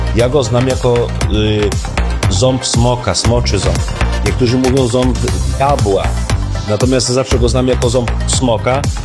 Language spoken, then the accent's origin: Polish; Gdańsk, Pomeranian Voivodeship, Poland; u nas w Gdańsku.